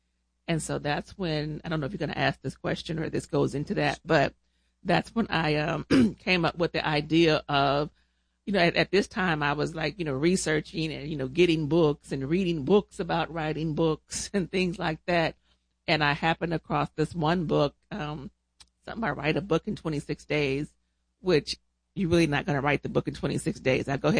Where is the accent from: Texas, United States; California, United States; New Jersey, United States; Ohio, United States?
Ohio, United States; Toledo; now in Chattanooga, United States; I am originally from Toledo, Ohio. I'm residing now in Chattanooga, Tennessee with you.